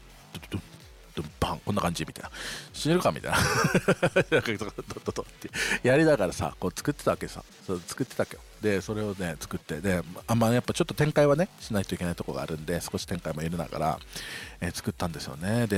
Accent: Okinawa, Japan; 特に中部で、ゲートが近いところでね、生まれ育ってるっていうのもあるので、

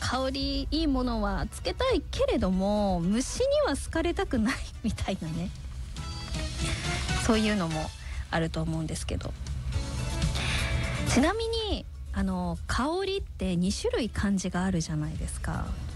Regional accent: Gunma, Japan; 私は出身が群馬なので、どっちかというとお魚はもう海なし県なんでね、

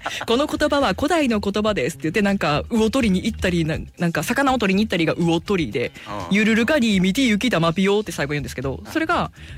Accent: Harima, Hyogo, Japan; 加古郡播磨町出身

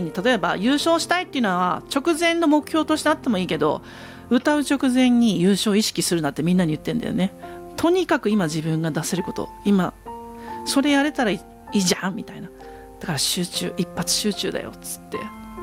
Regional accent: Tsugaru, Aomori, Japan; born or raised there

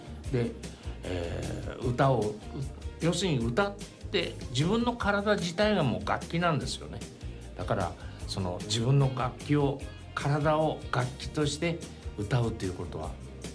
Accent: Kitami, Hokkaido, Japan; moved away as an adult; also born or lived in Tokyo; now in Abashiri, Japan; もともと私北見北斗の出身で、北見でブラスやって

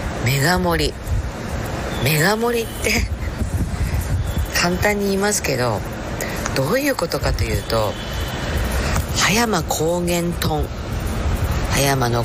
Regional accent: Iwaki, Fukushima, Japan; 私いわき市内郷の出身で高坂小学校内郷一中の出身でございます。

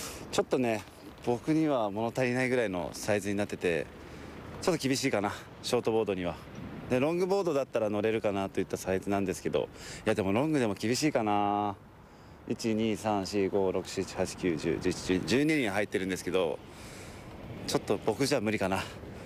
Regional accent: Kanagawa, Japan; ジープラングラーに乗ってやってきたのは、僕のね、地元湘南エリアになります。

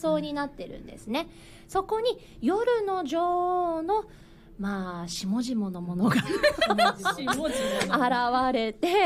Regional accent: Yotsukaido, Chiba, Japan; ホタルが見える町、四街道市出身でございます。

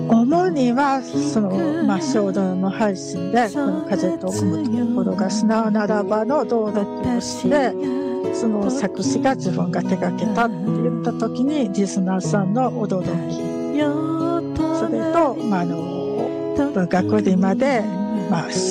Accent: Osaka, Japan; 私の地元の大阪になるんですけれども、

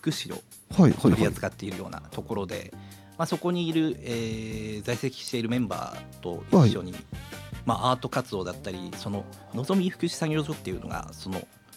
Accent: Kesennuma, Miyagi, Japan; 生まれも育ちも気仙沼でございます。

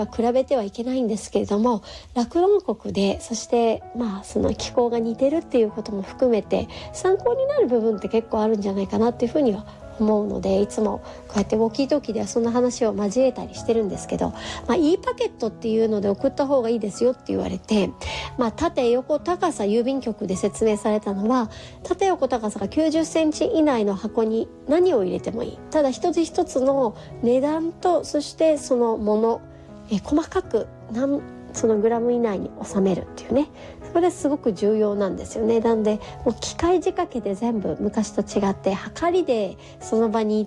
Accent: Denmark; now in Japan; 私の母国デンマークの事情をちょっとお話したいと思うんですが

